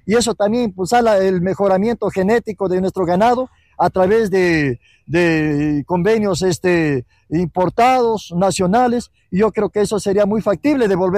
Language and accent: Spanish; San Luis de Lucma, Cajamarca, Peru